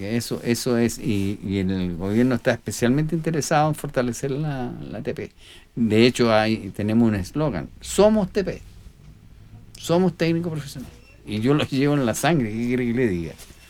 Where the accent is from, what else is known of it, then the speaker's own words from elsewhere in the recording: Pucón, Araucanía, Chile; now in Panguipulli, Chile; me iba a ir a mi tierra natal, que es Pucón.